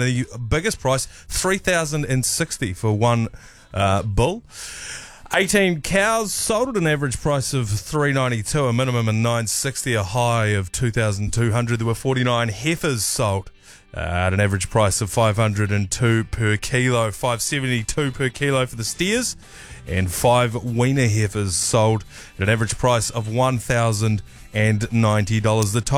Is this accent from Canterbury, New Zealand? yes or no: yes; Canterbury, New Zealand; I remember one of these coming up for my hometown when I was a kid.